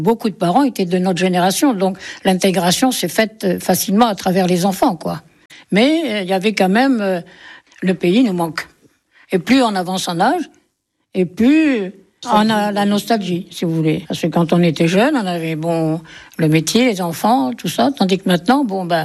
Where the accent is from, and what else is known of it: Algeria; born or raised there; moved away as an adult; now in La Chapelle-Bâton, France